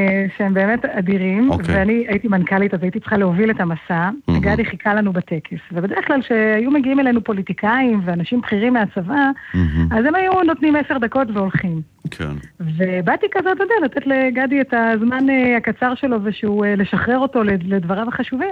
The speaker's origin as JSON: {"language": "Hebrew", "town": "Jerusalem", "region": "Jerusalem District", "country": "Israel", "tie": "born or raised there", "said": "אני בת 44, יש לי 4 ילדים, 3 בנים ובת. נולדתי וגדלתי בירושלים."}